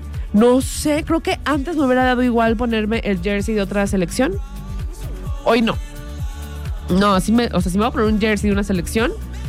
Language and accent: Spanish; Mexico; soy mexicana, me gusta mi origen, me gustan mis raíces